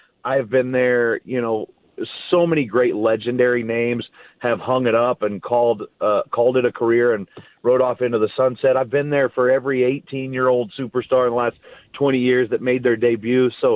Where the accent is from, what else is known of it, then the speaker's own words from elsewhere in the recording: Oklahoma, United States; I grew up in Oklahoma